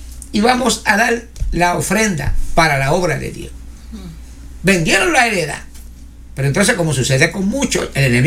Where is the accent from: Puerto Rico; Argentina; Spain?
Puerto Rico; now in Pennsylvania, United States; no solamente en mi patria, en mi país Puerto Rico, sino en otros lugares del mundo. Y ahora estamos establecidos aquí en Pensilvania, en los Estados Unidos